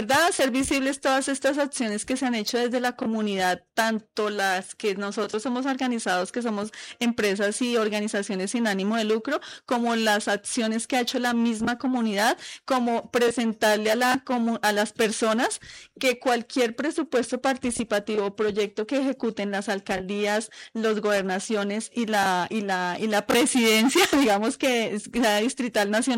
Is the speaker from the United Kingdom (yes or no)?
no; Usaquén, Bogotá, Colombia; ellos me buscaron porque soy productora y soy de Usaquén.